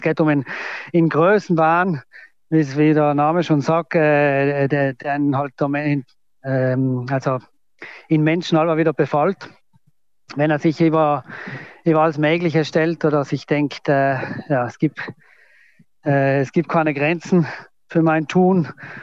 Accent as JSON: {"language": "German", "town": "St. Johann in Tirol", "region": "Tyrol", "country": "Austria", "said": "der Markus, der Höhner und ich sind alle von St. Jan."}